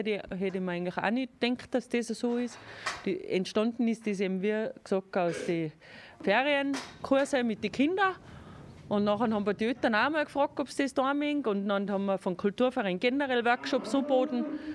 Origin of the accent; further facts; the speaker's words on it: Bavaria, Germany; ohne meine Arbeit als Bayerin gab es wahrscheinlich auch die Kuhbilder nicht.